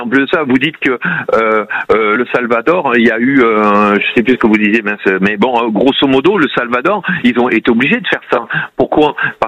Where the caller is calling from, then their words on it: France; chez nous en France